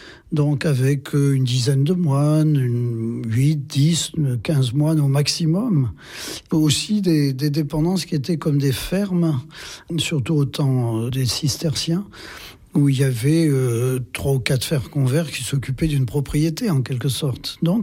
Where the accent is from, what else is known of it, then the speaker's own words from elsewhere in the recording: Limoges, Nouvelle-Aquitaine, France; Oui, je suis originaire du Limousin, de Limoges même, oui, oui, oui.